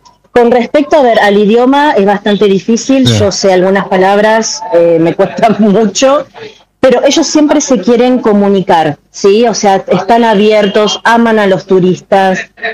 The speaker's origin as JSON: {"language": "Spanish", "country": "Argentina", "moved": "yes", "lives_now": "Giza, Egypt"}